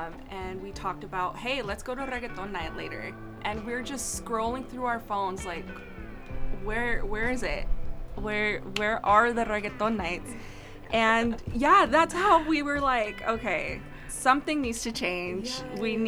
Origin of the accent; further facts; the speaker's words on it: Idaho, United States; I am local. I was born and raised here in Idaho. Both my parents immigrated from Mexico.